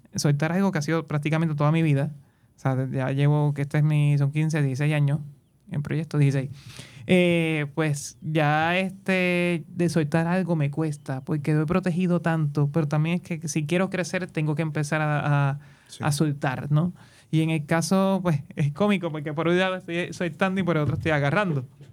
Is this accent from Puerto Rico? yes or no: yes; Ponce, Puerto Rico; Primero yo empecé cantando en los coros de Ponce mismo.